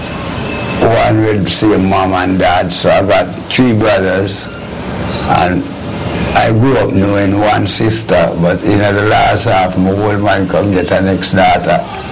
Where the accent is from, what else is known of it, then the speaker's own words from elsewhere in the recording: Kingston, Jamaica; Well, I born in Kingston, you know. Down in the west, Denhamtown.